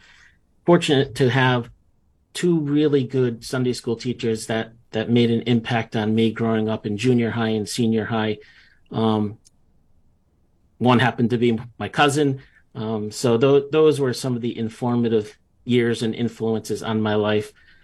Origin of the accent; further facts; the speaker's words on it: North Branford, Connecticut, United States; Well, I grew up here in Connecticut, southern Connecticut, in a town called North Branford. Lived here all my life, and it's in New Haven County. So on the kind of the beautiful shoreline of Connecticut is where I'm from and where I've grown up and a native of.